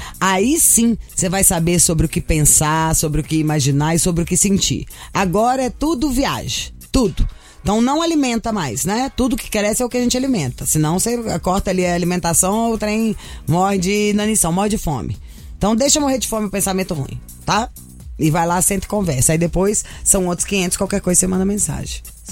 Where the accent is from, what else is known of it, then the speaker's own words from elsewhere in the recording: Minas Gerais, Brazil; Eu sou mineira.